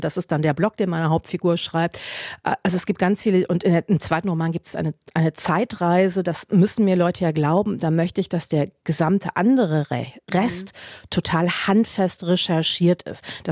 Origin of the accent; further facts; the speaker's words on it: Germany; ich als Deutsche